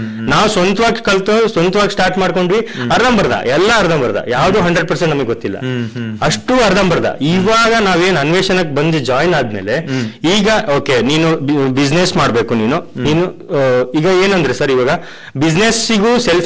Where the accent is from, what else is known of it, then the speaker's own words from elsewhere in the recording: Koppa, Karnataka, India; ಈಗ ನನ್ನ ಊರು ಕೊಪ್ಪ, ನಾನು ಅಲ್ಲೇ ನಾನು ಕೆಲಸ ಮಾಡ್ಬೇಕು.